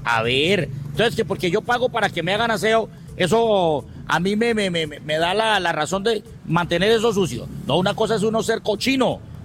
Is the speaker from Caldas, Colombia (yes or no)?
no; Cali, Valle del Cauca, Colombia; soy caleño